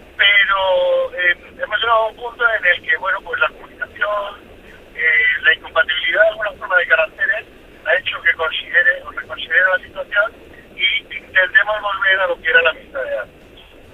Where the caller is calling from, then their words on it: Palma, Balearic Islands, Spain; Palma de Mallorca, estoy llamando desde Palma de Mallorca.